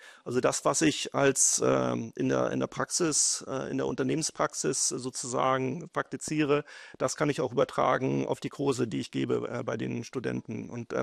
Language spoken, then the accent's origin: German; Salzwedel, Saxony-Anhalt, Germany; moved away as an adult; Das ist meine Heimatstadt. Also ich wurde hier geboren in der Goethestraße, das ist so ein rotes Backsteinhaus mit so einer eingravierten Sonne in der Front. Habe meine Schulzeit hier verbracht und auch die Abiturzeit und bin dann erst nach dem Abitur weggezogen.